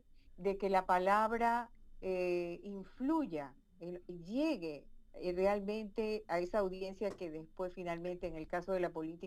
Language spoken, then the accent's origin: Spanish; Guayaquil, Guayas, Ecuador; born there; also born or lived in Manabí; now in Quito, Ecuador